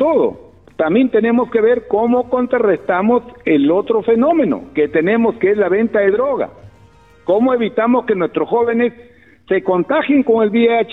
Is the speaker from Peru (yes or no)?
yes; Olmos, Lambayeque, Peru; Mi pueblo, cada día está que se va al abismo.